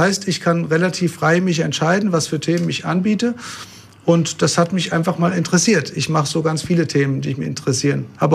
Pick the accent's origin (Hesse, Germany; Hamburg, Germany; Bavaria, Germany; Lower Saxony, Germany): Hesse, Germany; Bad Homburg; also born or lived in Rhineland-Palatinate; Ich komme aus Rheinland-Pfalz. Nein, ich bin in Rheinland-Pfalz geboren und bin aber aufgewachsen in Bad Homburg. Bin als noch als kleines Kind dahin gekommen.